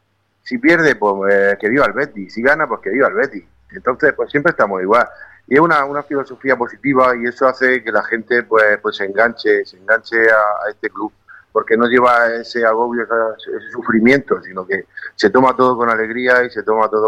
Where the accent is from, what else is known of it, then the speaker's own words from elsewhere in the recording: Lorca, Region of Murcia, Spain; Pero somos lorquinos y defendemos nuestra tierra